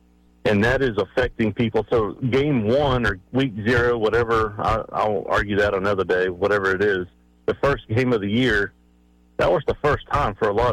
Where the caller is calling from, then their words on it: Florence, South Carolina, United States; I'm from Florence, South Carolina.